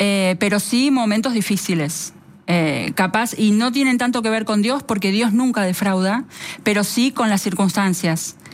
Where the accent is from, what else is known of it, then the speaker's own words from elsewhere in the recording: Argentina; somos tres argentinas y una alemana.